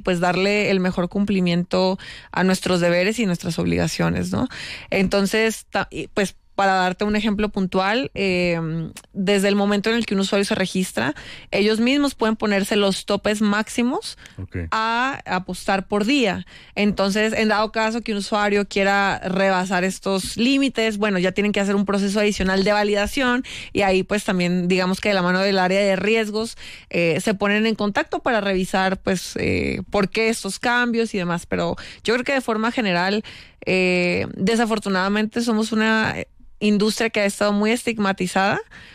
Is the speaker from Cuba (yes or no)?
no; northern Mexico, Mexico; now in Medellín, Colombia; yo soy de una ciudad que es frontera con Estados Unidos. Culturalmente, en México se divide en 3 zonas, el norte, el centro y el sur. Y en el norte, particularmente de la ciudad que yo soy, culturalmente, somos más similares a la región del sur de California